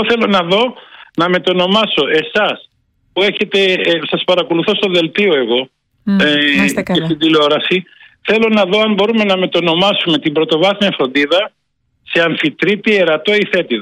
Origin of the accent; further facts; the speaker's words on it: Athens, Attica, Greece; born there; Έχω γεννηθεί στην Αθήνα κατά λάθος.